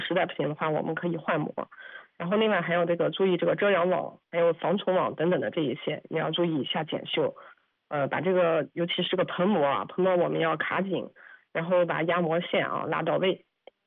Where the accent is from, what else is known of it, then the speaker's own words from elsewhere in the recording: Anhui, China; 像我们安徽这边的话